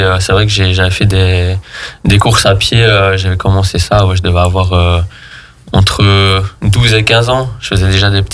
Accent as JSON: {"language": "French", "country": "Belgium", "also_born_or_lived": "Savoie", "moved": "as an adult", "lives_now": "Aix, France", "said": "38 ans, moi je viens de Belgique, une fois, on va le faire. En fait ça fait 5 ans que j'habite, 3 ans que j'habite sur Aix, 5 ans en Savoie"}